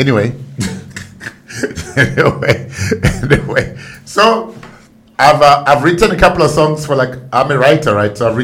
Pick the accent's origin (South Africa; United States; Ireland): South Africa; Venda, Limpopo; as kids, when you're growing up in Venda